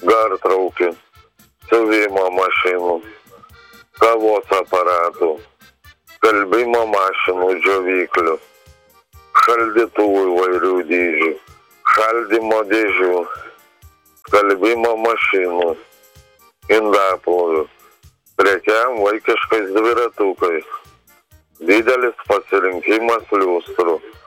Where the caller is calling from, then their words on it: Kaunas, Kaunas County, Lithuania; Aš iš Kauno.